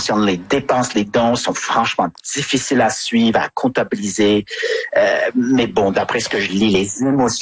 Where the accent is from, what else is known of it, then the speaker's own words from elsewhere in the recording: Quebec, Canada; Je me permets juste en conclusion sur l'Alberta en tant que Québécois d'ajouter que je trouve quand même le processus en Alberta un peu chaotique.